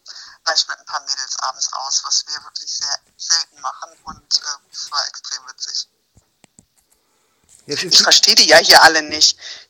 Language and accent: German; Baden-Württemberg, Germany; accent: Kinzigtal dialect; und jetzt werde ich wegen meiner Kinzigtäler, wegen meinem Kinzigtäler Dialekt auch noch irgendwie als Ausländerin betitelt.